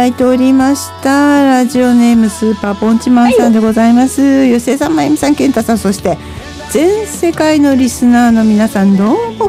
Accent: Iwanai, Hokkaido, Japan; born or raised there

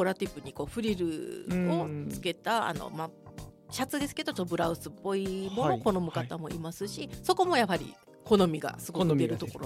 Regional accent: Nago, Okinawa, Japan; 私も先ほどちょっと説明した通りもともと地元名護出身なので、

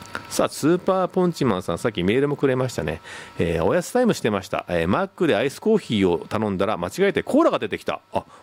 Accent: Sapporo, Hokkaido, Japan; born there; 私が生まれた町なんですけど、

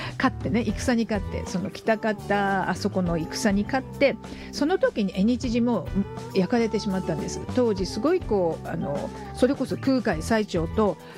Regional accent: Fukushima, Japan; 地元福島もすごく歴史がいっぱいありますから

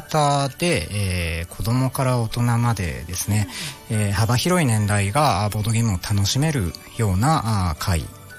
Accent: Chiba, Japan; moved away as an adult; now in Kitakata, Japan; 千葉県出身です。

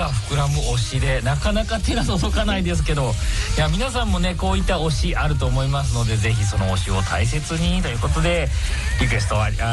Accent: Nishio, Aichi, Japan; 私愛知県西尾市の西尾高校出身なんですけど

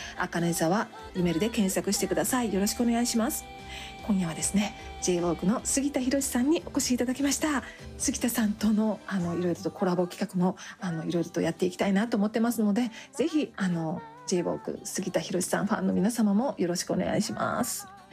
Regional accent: Takamatsu, Kagawa, Japan; 実は西山浩二さんは香川県高松市出身ということで、私も香川県高松市出身なので

